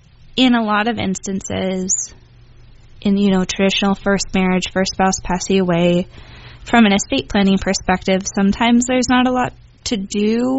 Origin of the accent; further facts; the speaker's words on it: Appleton, Wisconsin, United States; I am from Appleton. I went to St. Norbert for undergrad and Marquette for law school. Immediately after graduating, I kind of came back to Appleton.